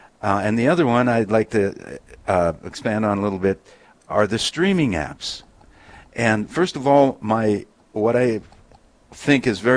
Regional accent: Montana, United States; also born or lived in Beach, North Dakota; I don't know how far you want to go back, Karen, but I was born in Beach, North Dakota, raised in Weeble, Montana. Neither community claims me anymore.

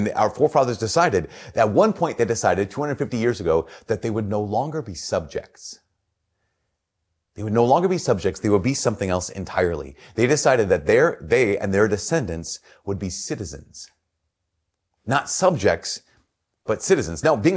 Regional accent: United States

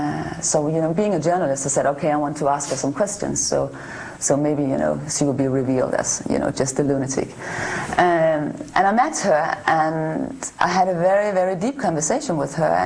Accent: Denmark; And actually my hometown was, you know, a very important place for the Reformation in Denmark. So I was brought up with this understanding that the Catholics were like, I would say, hypocrites in a way.

